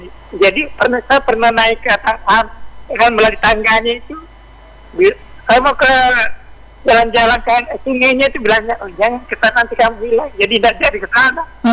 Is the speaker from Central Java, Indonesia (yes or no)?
no; South Sulawesi, Indonesia; Kalau saya dari Sokeng, Sulawesi Selatan.